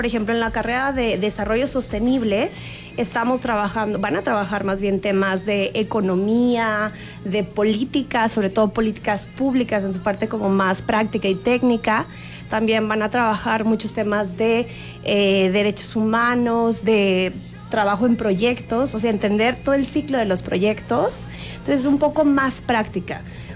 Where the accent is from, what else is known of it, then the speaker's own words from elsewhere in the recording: San Luis Potosí, Mexico; O en mi tierra, yo soy de San Luis.